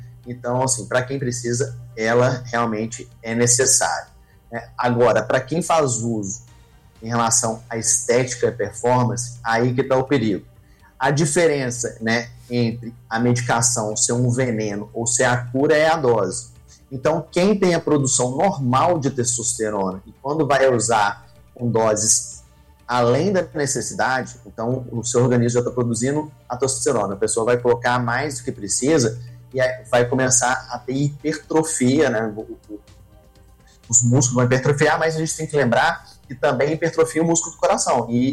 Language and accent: Portuguese; Minas Gerais, Brazil; Não é porque eu sou mineiro não